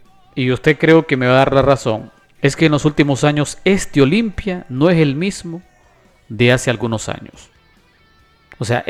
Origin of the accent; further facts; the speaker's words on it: Honduras; yo como hondureño